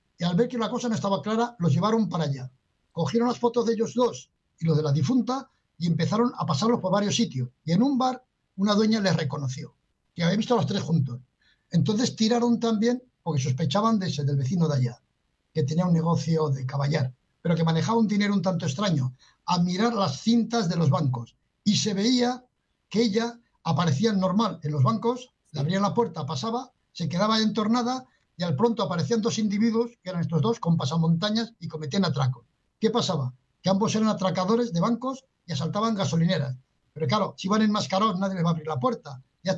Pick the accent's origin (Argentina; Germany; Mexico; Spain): Spain; Pamplona, Navarre; un día, precisamente volviendo a mi tierra en Pamplona, había habido un atentado terrorista